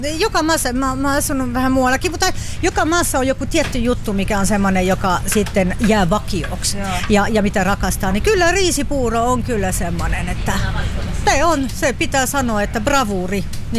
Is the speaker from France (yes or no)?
yes; France; Finnish is a second language; now in Finland; mä en ole syntynyt täällä, mä oon Ranskasta kotoisin